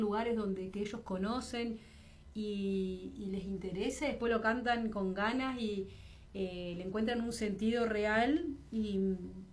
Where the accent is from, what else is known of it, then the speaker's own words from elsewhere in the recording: Sauce de Luna, Entre Ríos, Argentina; tengo muchas canciones que nombran a mi pueblo, Sauce de Luna.